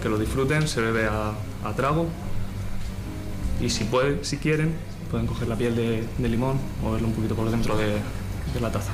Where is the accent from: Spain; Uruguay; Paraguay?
Spain; Region of Murcia; Soy de Murcia y en la zona de Cartagena tenemos un gran café que se llama Asiático.